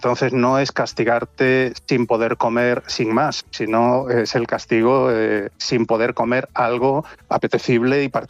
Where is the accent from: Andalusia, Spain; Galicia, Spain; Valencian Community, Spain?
Galicia, Spain; Santiago de Compostela; Yo soy de Santiago de Compostela, os hablo desde aquí.